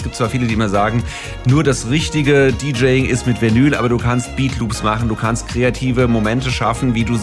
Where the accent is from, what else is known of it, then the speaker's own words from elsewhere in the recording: Wiesbaden, Hesse, Germany; Wiesbaden. Natürlich ist Ibiza toll und ein großes Super Bowl-Ziel, aber ich bin dann doch Kind meiner Heimatstadt.